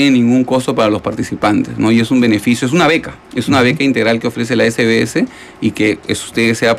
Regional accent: Trujillo, La Libertad, Peru; yo soy de Trujillo, de Universidad Nacional de Trujillo, contador

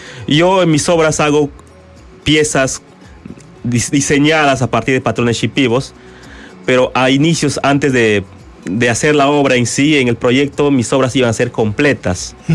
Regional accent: Orellana, Loreto, Peru; yo nací en Orellana, que es una localidad que queda en la ribera del río Ucayali, más o menos en la mitad entre Iquitos y Pucallpa. Está en la mitad. A 2 kilómetros de Orellana queda una comunidad shipiba.

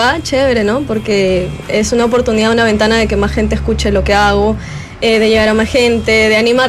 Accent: Cajamarca, Peru; now in Comas, Peru; Bueno, yo soy de Cajamarca.

